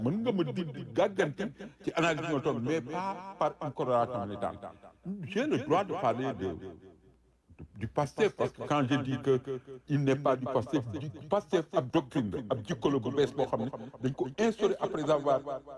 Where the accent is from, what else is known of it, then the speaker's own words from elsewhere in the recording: Senegal; j'ai analysé en tant que sénégalais du Sénégal